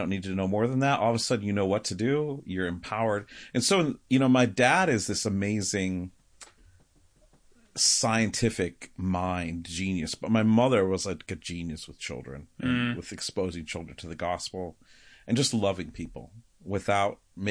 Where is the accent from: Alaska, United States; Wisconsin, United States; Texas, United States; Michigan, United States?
Michigan, United States; So I'm from, if you're on the radio, you can't see me, but I'm holding up my hand as a true Michigander because this is how we use body parts for directions.